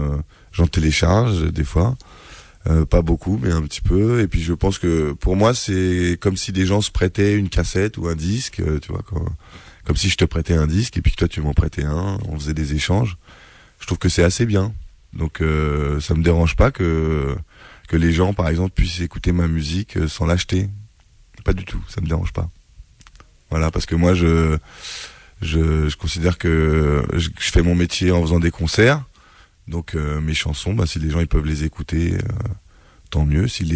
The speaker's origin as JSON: {"language": "French", "town": "Ivry-sur-Seine", "region": "Île-de-France", "country": "France", "tie": "born or raised there", "said": "je suis né à Ivry, j'ai grandi à Ivry."}